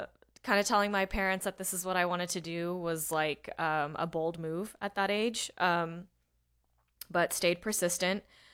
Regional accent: Round Rock, Texas, United States; I grew up in Round Rock and mm-hmm. went to school out there. There weren't many people that looked like me.

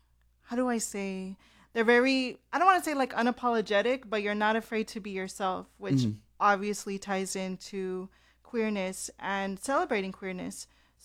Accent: Texas, United States; Oh, I'm from the Valley

